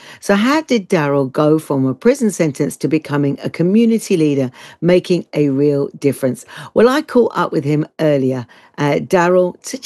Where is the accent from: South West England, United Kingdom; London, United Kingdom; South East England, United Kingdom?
London, United Kingdom; I grew up in North London, so, you know, football everywhere.